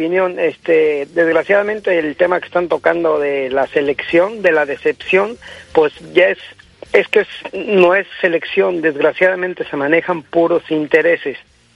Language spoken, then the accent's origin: Spanish; Mexico City, Mexico; yo me crié en la Ciudad de México